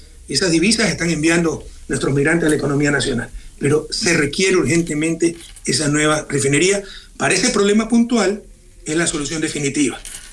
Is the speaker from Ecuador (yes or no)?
yes; Ecuador